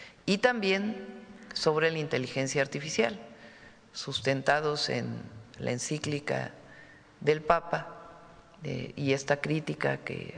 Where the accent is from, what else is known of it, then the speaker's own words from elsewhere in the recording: Mexico; entre todos somos parte de México, de este gran país, de nuestro gran pueblo.